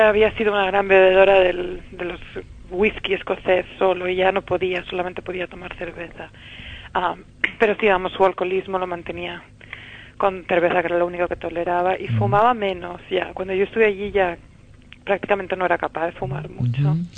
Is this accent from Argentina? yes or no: no; Madrid, Community of Madrid, Spain; Yo habiendo crecido en Madrid y siendo española